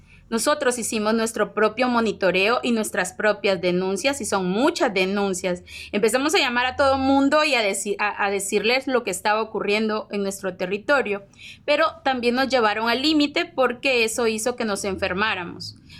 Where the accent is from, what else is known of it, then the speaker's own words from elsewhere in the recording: Guatemala; somos guatemaltecos, aunque estemos en la frontera, Maco.